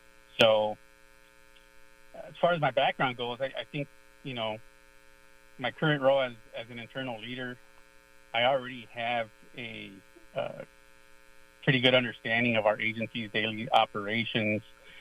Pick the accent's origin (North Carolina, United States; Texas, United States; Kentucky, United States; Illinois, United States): Illinois, United States; Chicago; moved away as an adult; also born or lived in Guatemala City, Guatemala; now in Kenosha County, United States; I am one of your candidates running for sheriff. I was born in Guatemala City and raised in Chicago South Side, specifically Chicago's Gage Park neighborhood.